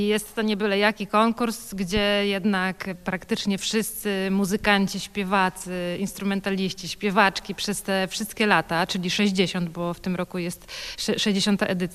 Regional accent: Kartuzy, Pomeranian Voivodeship, Poland; born there; urodziłam się w Kartuzach.

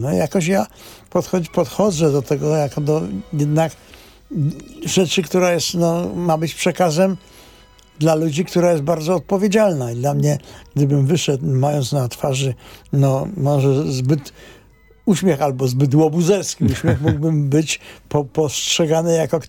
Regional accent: Kraków, Lesser Poland, Poland; jestem krakowianinem

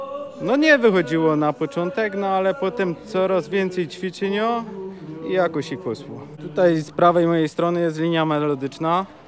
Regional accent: Żabnica, Silesian Voivodeship, Poland; now in Kamesznica, Poland; pochodzę z Żabnicy, a teraz mieszkam w Kamysznicy, bo zanim się tak wybudował.

